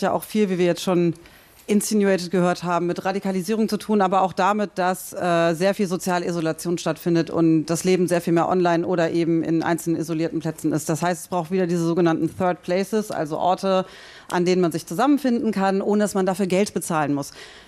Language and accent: German; Berlin, Germany; ich komme aus Weißensee.